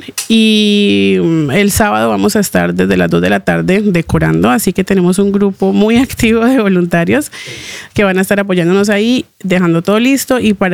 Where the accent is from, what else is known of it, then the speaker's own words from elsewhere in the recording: Palmira, Valle del Cauca, Colombia; Pues afortunadamente el susto, como decimos, porque pues yo soy de Palmira, cerca a Cali. Y pues no hubo ni de hecho daños materiales.